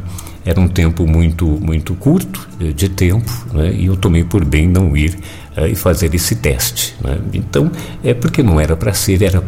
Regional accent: Campos do Jordão, São Paulo, Brazil; sou daqui de Campos do Jordão, aqui nasci e daqui nunca fui embora, não é? Já visitei, evidentemente, outras cidades brasileiras, não é? Mas nunca deixei o município de Campos do Jordão para residir em alguma outra

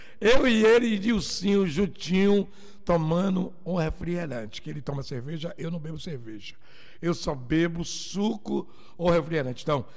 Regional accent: Acari, Bahia, Brazil; fomos criados na Curuca, no Pitu, no Acari, aí na Avenida Presidente Vargas.

